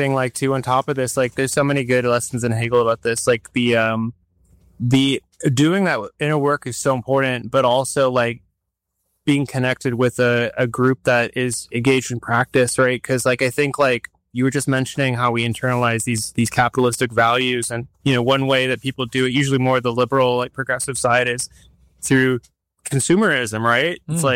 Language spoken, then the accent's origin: English; Texas, United States; born there; I was born in Texas.